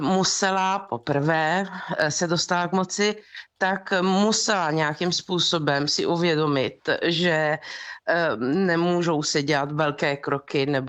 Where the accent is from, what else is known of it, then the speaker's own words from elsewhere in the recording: Bari, Apulia, Italy; slavila to v Bari, což je moje město.